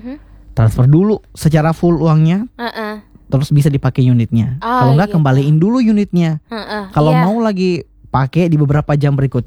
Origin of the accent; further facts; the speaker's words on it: South Sulawesi, Indonesia; Kak, saya dapat di sosmed nih. Tapi saya kan dari Sulsel.